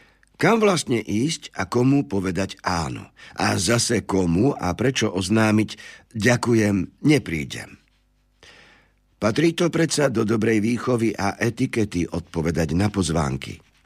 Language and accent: Slovak; Prešov Region, Slovakia; ako sa u nás na Šariši vraví